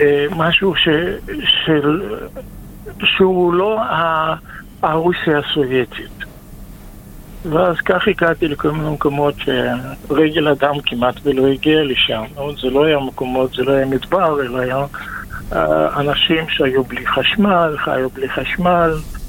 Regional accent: Moscow Oblast, Russia; moved away; טוב, אז אני נולדתי ברוסיה, במוסקבה, בעצם בפרבר מוסקבה.

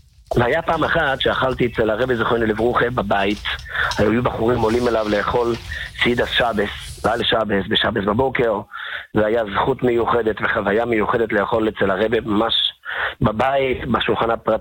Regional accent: Beit Hilkia, Central District, Israel; אנחנו היינו גרים בבית חלקיה, ההורים שלי, שם גדלתי את שנות הילדות

